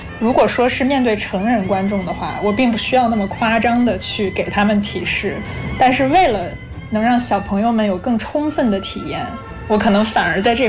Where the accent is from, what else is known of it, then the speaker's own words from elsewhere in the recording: China; 我们中国人民族的语言